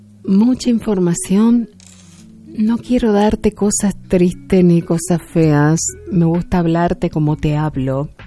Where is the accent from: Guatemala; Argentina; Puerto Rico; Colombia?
Argentina; born there; Yo nací en la Argentina, gente mía. ¿Qué raza voy a tener? Del lugar donde nací.